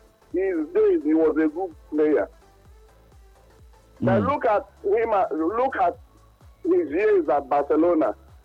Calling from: Onitsha, Anambra, Nigeria; What I'm listening to here in Onitsha is.

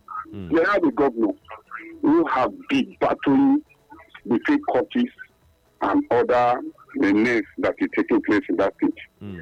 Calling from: Edo, Nigeria; I am from Edo State.

